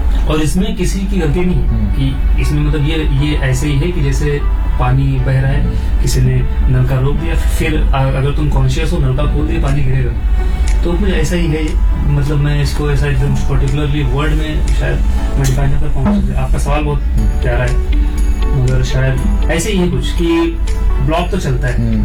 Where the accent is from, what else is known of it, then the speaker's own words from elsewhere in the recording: Lucknow, Uttar Pradesh, India; मैं लखनऊ से हूँ, तो मेरी उर्दू थोड़ी अच्छी ग्रिप है उर्दू पे